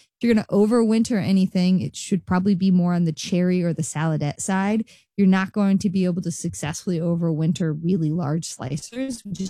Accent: Kansas, United States; I grew up on it in Kansas and it was like, you know, it had no flavor.

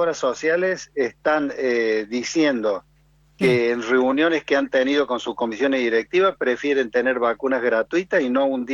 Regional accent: Argentina

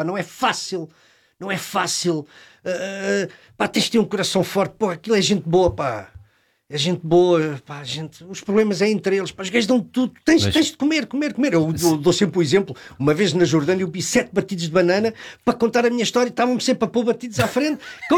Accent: Alcobaça, Centro, Portugal; also born or lived in Caldas da Rainha; Mas a minha terra é Alcobaça.

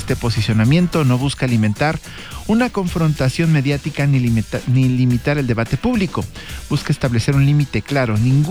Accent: San Luis Potosí, Mexico; born there; mi pueblo, mi ciudad que me vio nacer.

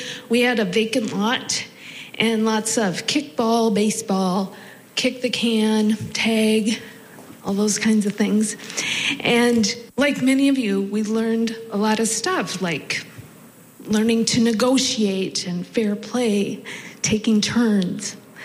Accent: Mandan, North Dakota, United States; all those summer nights growing up in Mandan, North Dakota.

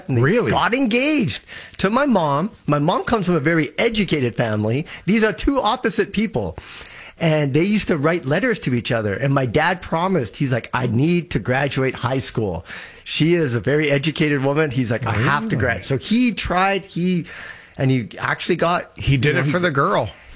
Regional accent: Canada; I'm Canadian.

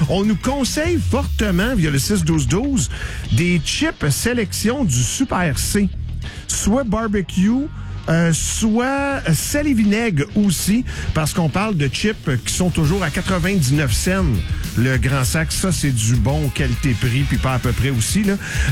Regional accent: Dolbeau-Mistassini, Quebec, Canada; ça me rappelle mon enfance au Saguenay-Lac-Saint-Jean.

